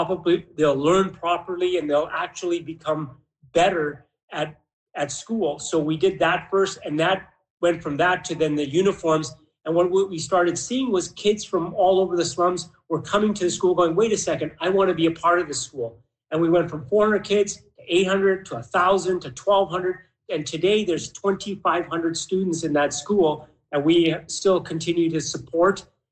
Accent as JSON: {"language": "English", "country": "Uganda", "said": "So he went back to Africa. We're from Uganda. And there's a school in one of the biggest slums in Kampala."}